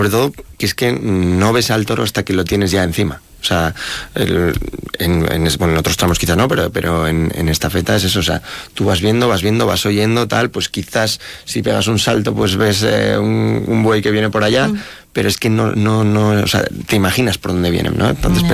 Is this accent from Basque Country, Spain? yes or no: no; Tafalla, Navarre, Spain; nosotros que somos de Tafalla